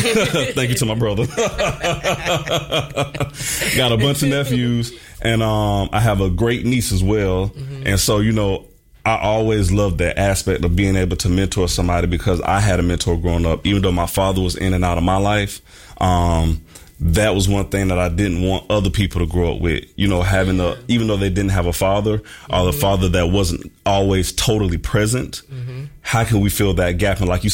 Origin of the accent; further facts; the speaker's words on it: Jacksonville, Florida, United States; I won't say she actively sees, because I'm from Jacksonville, Florida.